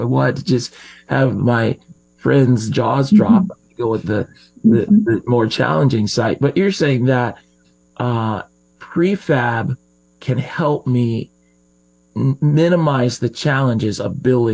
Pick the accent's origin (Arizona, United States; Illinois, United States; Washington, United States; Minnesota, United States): Washington, United States; Seattle; I grew up here in the Seattle area